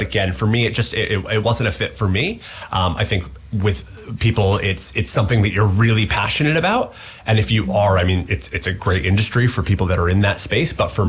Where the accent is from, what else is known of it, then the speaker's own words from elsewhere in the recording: Canada; moved away as an adult; now in Taranaki, New Zealand; So I am originally from Canada. Always assume Canadian.